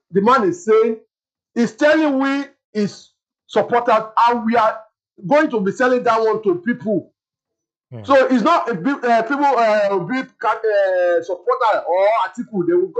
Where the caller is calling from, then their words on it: Lagos, Nigeria; I'm calling from Ibute Beta.